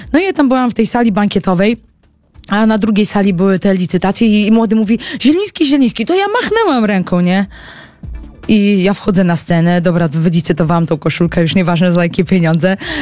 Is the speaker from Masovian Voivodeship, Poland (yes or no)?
no; Olsztyn, Warmian-Masurian Voivodeship, Poland; Ja jestem z Olsztyna